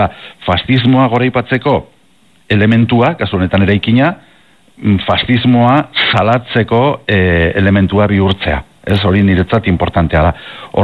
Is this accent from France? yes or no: no; Pamplona, Navarre, Spain; nire jolaz tokia txikitan Gazteluko inguru bidea zen, ez, fosoak eta Ciudadela eta inguru hori, hortan pasa nuenik aurtzaroa